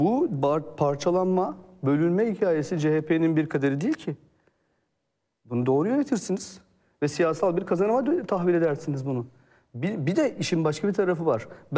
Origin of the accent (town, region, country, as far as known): Malatya, Turkey; born there